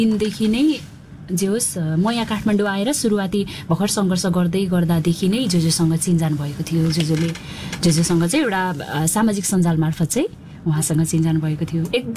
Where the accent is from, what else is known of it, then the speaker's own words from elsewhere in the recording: Koshi Province, Nepal; moved away as an adult; now in Kathmandu, Nepal; Serofero Jhapa.